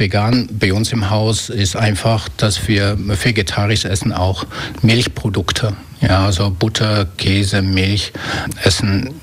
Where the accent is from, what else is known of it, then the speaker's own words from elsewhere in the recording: Netherlands; moved away as an adult; also born or lived in Black Forest, Germany; now in Füssen, Germany; Ich bin Holländer, wohne aber seit 30 Jahren hier in Deutschland.